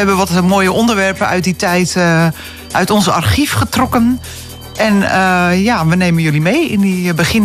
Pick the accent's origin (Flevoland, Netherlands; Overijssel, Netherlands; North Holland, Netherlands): North Holland, Netherlands; Castricum; also born or lived in Heemskerk; Mijn moeder moest naar de kraamkliniek in Heemskerk. Maar Ik ben wel Castricumse.